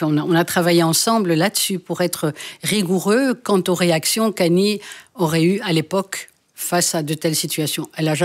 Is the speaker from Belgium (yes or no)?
yes; Brussels, Belgium; moi je suis bruxelloise de naissance, je suis marolienne.